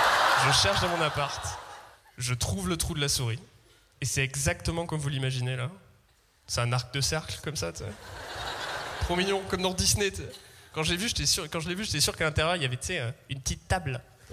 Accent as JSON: {"language": "French", "town": "Seysses", "region": "Occitanie", "country": "France", "moved": "yes", "lives_now": "Paris, France", "said": "Moi, je viens d'un petit village du sud-ouest qui s'appelle Seyss. Et ça fait 7 ans que j'habite à Paris."}